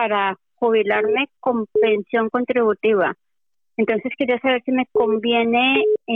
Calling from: Madrid, Community of Madrid, Spain; De Madrid.

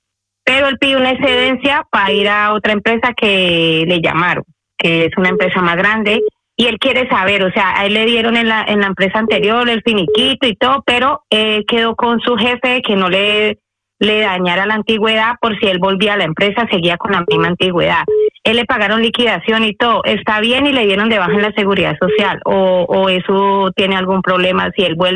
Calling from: Madrid, Community of Madrid, Spain; me comunico de Madrid

